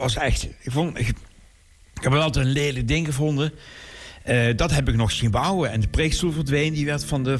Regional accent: Maastricht, Limburg, Netherlands; Ik weet wel dat er op zondag bij ons in Maastricht in de kerk, waar ik groot geworden ben, waren er 4 missen.

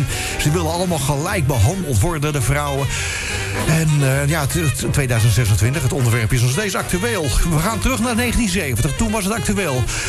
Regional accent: Amsterdam, North Holland, Netherlands; born there; Ik was zelf 10 jaar en ik woonde in Amsterdam, in de Amsterdamse Pijp, in de Jansteenstraat.

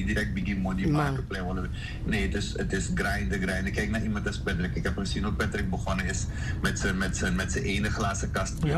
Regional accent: Suriname; En van Sranaman beginnen aan Sani, moeten wij als Surinamers die man ondersteunen.

